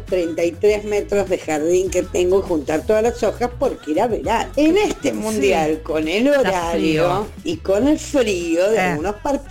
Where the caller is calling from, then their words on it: Berazategui, Buenos Aires Province, Argentina; de Verazate.